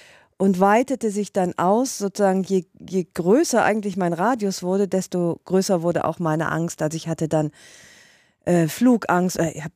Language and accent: German; Rhineland, Germany; weil ich ich bin ja Rheinländerin und Ungarin, also in entsprechenden Situationen bin ich durchaus dramatisch und auch glaubwürdig.